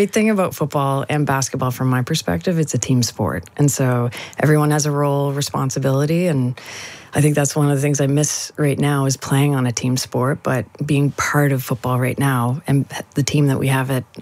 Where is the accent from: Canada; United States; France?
Canada; moved away; I am from Canada. I grew up playing sport.